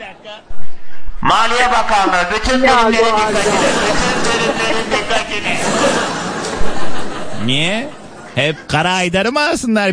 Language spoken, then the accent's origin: Turkish; Kars, Turkey; Ya yerim Anadolu, ben Karslıyım Çiğdem, yemem.